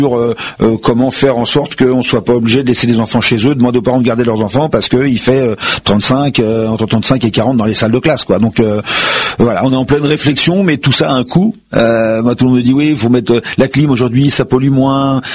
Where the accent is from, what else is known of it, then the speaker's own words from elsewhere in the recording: Mériel, Île-de-France, France; moi je suis un enfant du pays, donc j'ai connu Mériel avec moitié moins d'habitants, j'ai joué dans la forêt quand j'étais petit